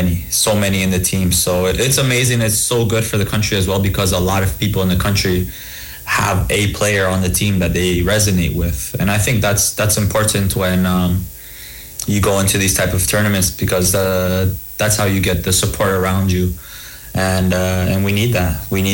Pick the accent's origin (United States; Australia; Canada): Canada; Brampton, Ontario; growing up in Brampton and playing, you know, on the streets and at the schools and at the parks in that city.